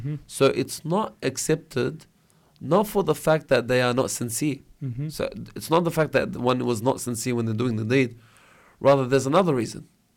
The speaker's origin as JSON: {"language": "English", "country": "Lebanon", "said": "I'm outnumbered. The Lebanese is outnumbered."}